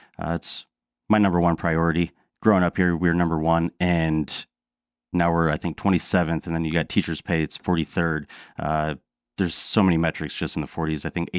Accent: Davenport, Iowa, United States; running for House District 98, obviously. Born and raised in Davenport. Graduated from Davenport West, just grew up in the area, love the area, family in the area

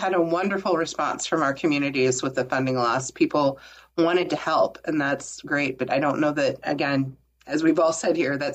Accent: Nebraska, United States; I'm from Nebraska, and and Nebraska has a statewide network.

